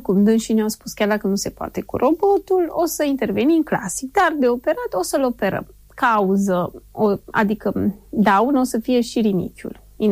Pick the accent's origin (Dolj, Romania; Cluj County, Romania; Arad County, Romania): Cluj County, Romania; Cluj-Napoca; noi suntem din Cluj.